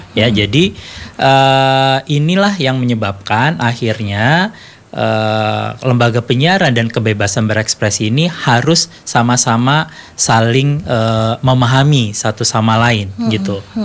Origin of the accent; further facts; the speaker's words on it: Aceh, Indonesia; sebagai orang Aceh